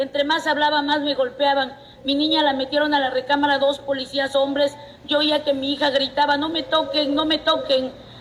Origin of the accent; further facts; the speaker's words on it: Veracruz, Mexico; pedí asilo político para irme de mi tierra, a donde yo he trabajado, donde hice un patrimonio para mí, para mis hijos. Y hoy tengo que huir de Veracruz como si fuera una delincuente.